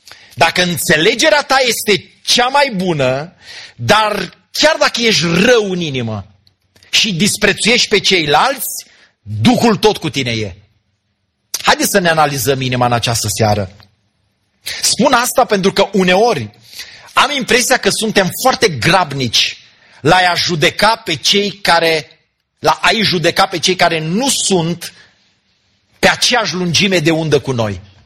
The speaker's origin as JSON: {"language": "Romanian", "country": "Romania", "said": "noi ca români"}